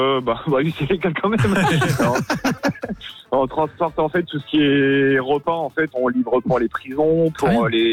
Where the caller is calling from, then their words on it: Saint-Quentin, Hauts-de-France, France; j'habite à Saint-Quentin dans l'Aisne.